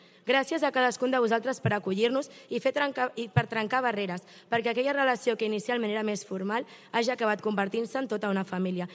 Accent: Sitges, Catalonia, Spain; a Sitges som catalans i catalanes.

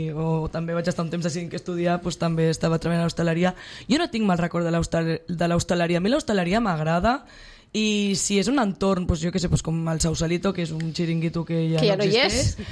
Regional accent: Sitges, Catalonia, Spain; Jo sóc de Sitges i no visc del turisme.

